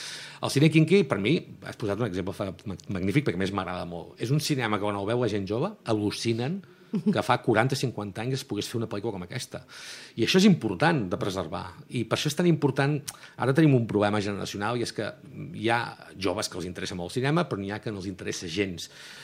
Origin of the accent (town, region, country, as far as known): Girona, Catalonia, Spain; born or raised there